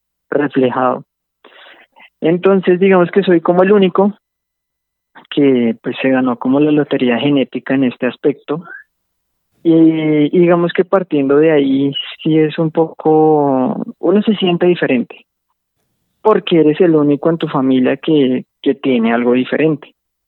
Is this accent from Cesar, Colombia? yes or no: no; Bogotá, Colombia; born there; Yo nací en Bogotá. Soy del año 94. Tengo 32 años actualmente.